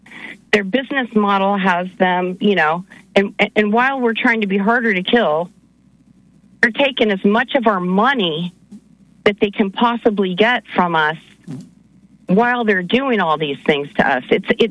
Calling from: San Diego County, California, United States; from California, and more specifically, San Diego County.

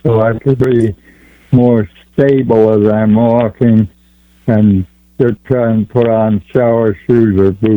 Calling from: Charles City, Iowa, United States; I'm calling from Charles City, Iowa.

